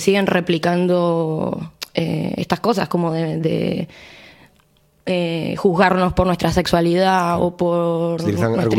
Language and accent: Spanish; Córdoba, Argentina; En mi caso, yo vengo de Córdoba capital.